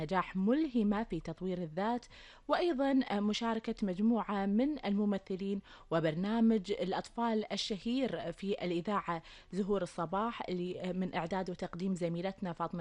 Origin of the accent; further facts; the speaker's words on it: Kuwait; أخبار ديرتنا الحبيبة الكويت